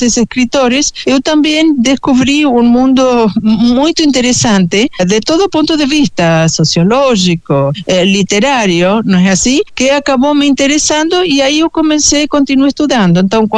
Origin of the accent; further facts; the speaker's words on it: Argentina; Portuguese is a second language; now in Brazil; eu, quando vim morar no Brasil, eu sou argentina